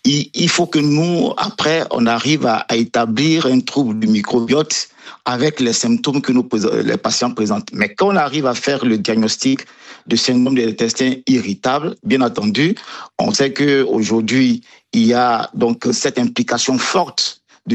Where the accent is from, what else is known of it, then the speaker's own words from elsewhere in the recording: Côte d’Ivoire; chez nous, en Afrique, aussi en Côte d'Ivoire